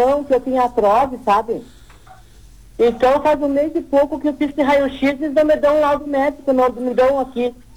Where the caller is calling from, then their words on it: Brazil; Eu falo aqui do Promorar